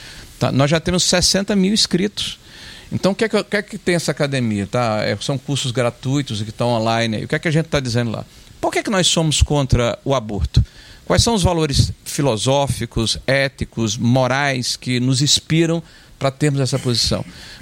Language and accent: Portuguese; Rio Grande do Norte, Brazil; O cidadão que mora no interior. Jucurutu, lá do meu estado. Um abraço para Jucurutu.